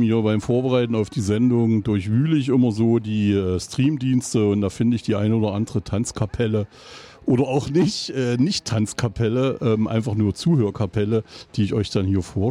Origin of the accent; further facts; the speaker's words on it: Eisenach, Thuringia, Germany; ich komme aus Eisenach